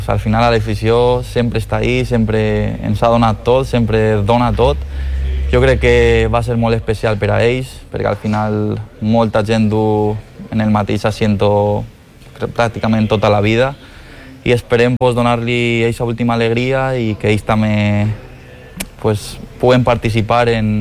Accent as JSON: {"language": "Catalan", "region": "Valencian Community", "country": "Spain", "said": "com a valencià"}